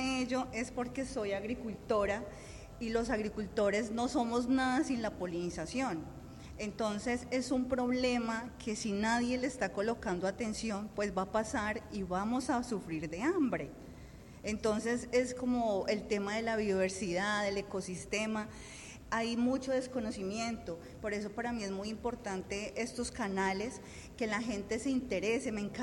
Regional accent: Bello, Antioquia, Colombia; also born or lived in Quimbaya, Quindío; now in Villavicencio, Colombia; yo soy orgullosamente campesina, cultivadora de café en Quimbaya, Quindío, criada en Bello, Antioquia, y amo esta región porque soy agricultora

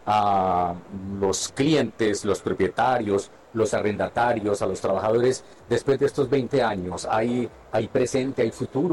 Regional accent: Colombia

